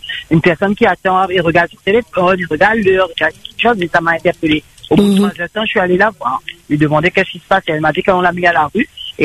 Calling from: Saint-Denis, Réunion, France; Je suis au Butor, sur Saint-Denis.

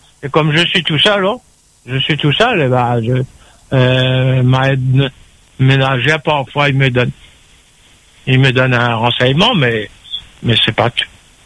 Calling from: Saint-Joseph, Réunion; Là, je suis à Saint-Joseph, le réseau. Je suis en plein ville.

